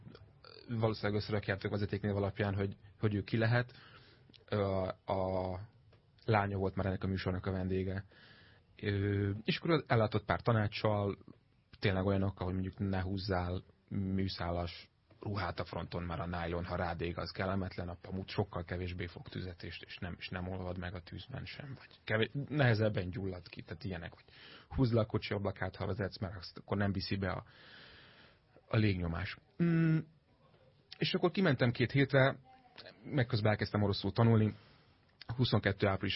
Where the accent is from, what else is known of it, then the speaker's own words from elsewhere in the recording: Debrecen, Hajdú-Bihar, Hungary; born there; Képzeld el, hogy egyébként Debrecenben, ahol én születtem és ahol elkezdtem még korongozni